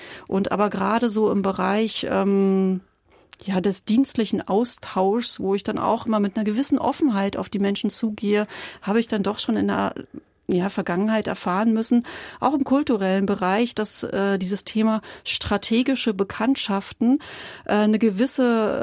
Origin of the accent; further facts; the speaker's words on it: Berlin, Germany; born there; Ich bin ja im Prenzlauer Berg zur Schule gegangen